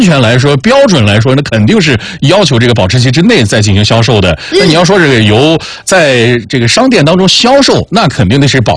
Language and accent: Chinese; Henan, China; moved away; 我们河南省那边呢，就是我周边也好，或者说我从小到大见过的，我们那边吃的大多是花生油。